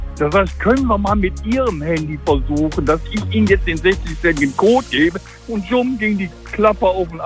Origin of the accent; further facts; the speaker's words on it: Duisburg, North Rhine-Westphalia, Germany; born there; Ich bin selber in Duisburg geboren